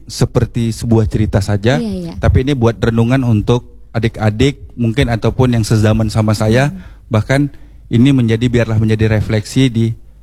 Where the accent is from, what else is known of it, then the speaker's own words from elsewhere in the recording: Riau Islands, Indonesia; Saya lahir dan tumbuh di Kepulauan Riau. Di sini kami akrab dengan laut daripada jalan raya.